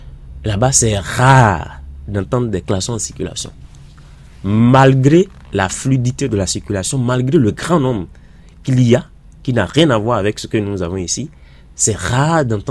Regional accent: Benin; Nous, en tant que Béninois

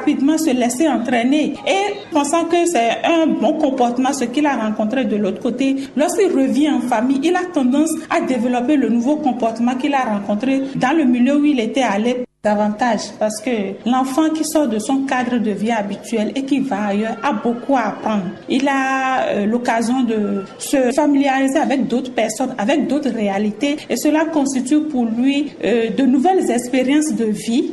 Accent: Benin; en tant qu'Africain, en tant que Béninois

